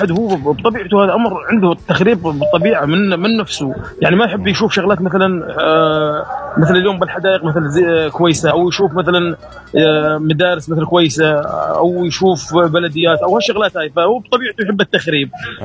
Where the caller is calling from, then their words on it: Deir ez-Zor, Deir ez-Zor Governorate, Syria; من دير الزور.